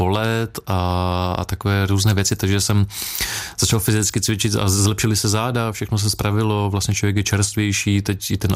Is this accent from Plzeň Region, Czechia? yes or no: no; Litomyšl, Pardubice Region, Czechia; also born or lived in Frýdek-Místek / Kroměříž / Brno; now in Ostrava, Czech Republic; Já jsem se narodil ve Frýdkově Místku, takže tam jsem žil, teď žiju v Ostravě, zároveň jsem ale celé dětství vyrůstal v Litomyšli